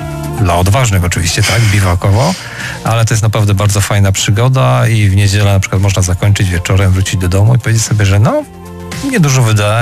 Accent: Brzeg County, Opole Voivodeship, Poland; mieszkam od urodzenia w powiecie brzeskim

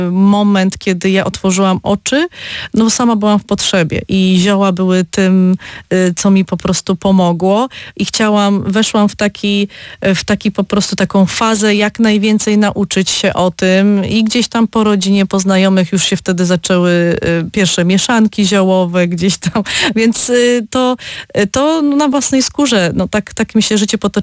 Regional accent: Opole, Opole Voivodeship, Poland; born there; Tak, ja się urodziłam w Opolu.

